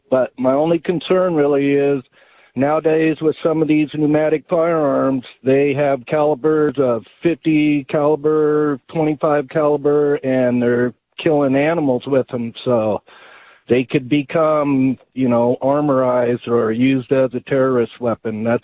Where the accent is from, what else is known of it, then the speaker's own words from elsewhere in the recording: Oregon, United States; I grew up in Central Oregon, a native of Oregon.